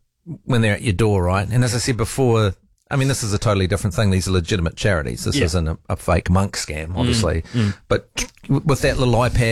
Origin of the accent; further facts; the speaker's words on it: Dunedin, Otago, New Zealand; there are two of these bad boys in the Octagon, which is Dunedin, my hometown.